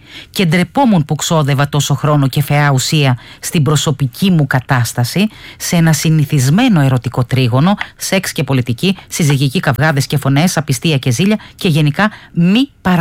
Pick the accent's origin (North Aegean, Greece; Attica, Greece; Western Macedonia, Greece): North Aegean, Greece; Antissa; Και επειδή τώρα μας ακούνε και στην Μυτιλήνη, στο χωριό μου, στην Άντισα